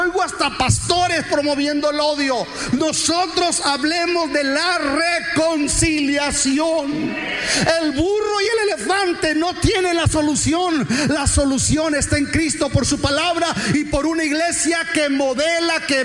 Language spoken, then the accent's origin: Spanish; Mexico; moved away; 70% de los latinoamericanos somos mexicanos.